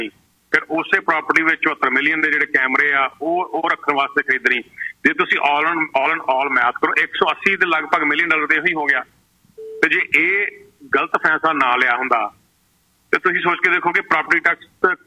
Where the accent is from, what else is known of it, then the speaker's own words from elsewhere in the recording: Brampton, Ontario, Canada; ਉਹ ਸਾਨੂੰ ਪੁੱਛਦੇ ਤੁਸੀਂ ਕਿੱਥੋਂ, ਕਹਿੰਦੇ ਅਸੀਂ ਬਰੈਂਪਟਨ ਦਾ ਨਾਂ ਲੈਂਦੇ ਹਾਂ